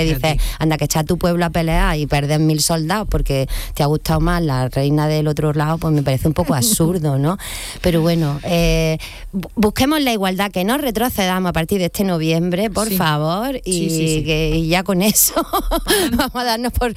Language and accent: Spanish; Jaén, Andalusia, Spain; yo soy de Jaén, yo me he vestido de gitana de pequeña